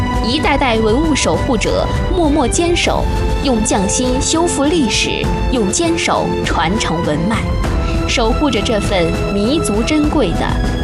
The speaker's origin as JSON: {"language": "Chinese", "town": "Tianshui", "region": "Gansu", "country": "China", "tie": "born or raised there", "said": "作为一名土生土长的天水人"}